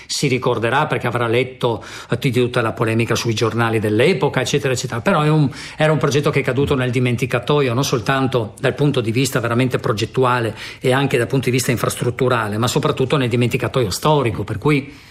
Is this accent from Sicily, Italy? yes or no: no; Trieste, Friuli-Venezia Giulia, Italy